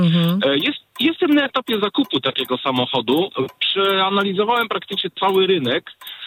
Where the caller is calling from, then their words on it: Przasnysz, Masovian Voivodeship, Poland; Przasnysz.